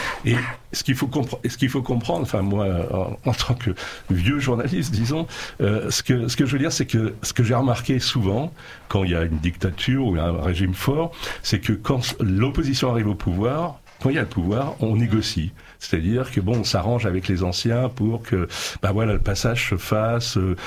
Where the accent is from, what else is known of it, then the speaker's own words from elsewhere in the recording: France; now in Hungary; en tant que Français établi ici